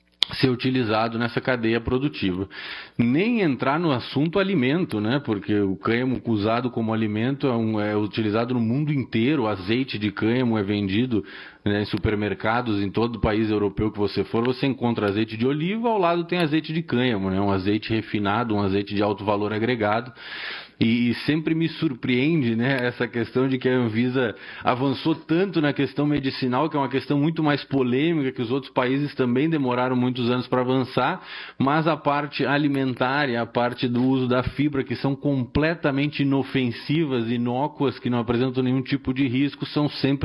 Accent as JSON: {"language": "Portuguese", "region": "Rio Grande do Sul", "country": "Brazil", "tie": "born or raised there", "said": "todo o vale do Taquari, do vale da cidade de Santa Cruz, do Rio, é meu estado natal"}